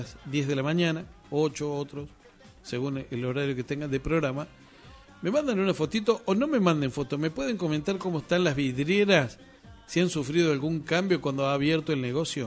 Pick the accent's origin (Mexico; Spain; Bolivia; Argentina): Argentina; Y todos somos argentinos.